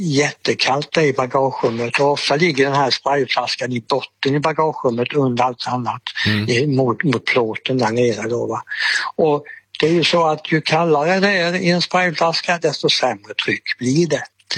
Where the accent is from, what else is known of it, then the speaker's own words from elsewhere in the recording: Sävsjö, Jönköping County, Sweden; Så jag gick ner till biblioteket hemma i Sävsjö och lånade en bok om hur tändsystem fungerar